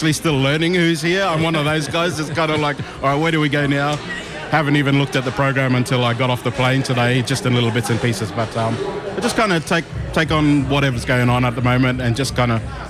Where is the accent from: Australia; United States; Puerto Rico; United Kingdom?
Australia; Cairns, Queensland; now in Canberra, Australia; I come from Zenatkes, Kulkalgal Nation and Miriam Nation as well, Darnley Island, Yam Island. Grew up in Far North Queensland in Cairns and currently living in Canberra in the ACT.